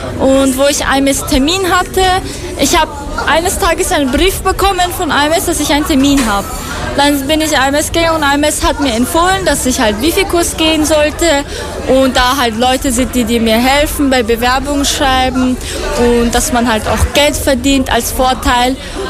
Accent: Afghanistan; moved away; Ich komme aus Afghanistan.

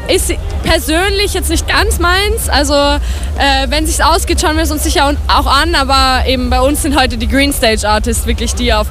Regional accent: Vienna, Austria

